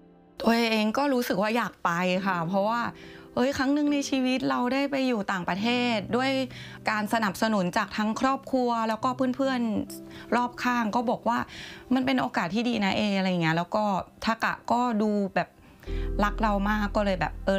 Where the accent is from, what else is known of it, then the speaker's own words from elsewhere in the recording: Isan, Thailand; moved away as an adult; now in Japan; ด้วยตัวเองเราเป็นคนอีสานเนอะเราก็ชอบกินอะไรเผ็ดๆแซ่บๆ